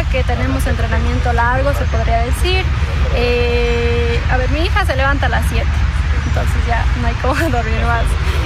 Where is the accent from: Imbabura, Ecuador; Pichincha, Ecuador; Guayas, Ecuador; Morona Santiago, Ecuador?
Imbabura, Ecuador; Ibarra; moved away as an adult; de mi tierra, en Imbabura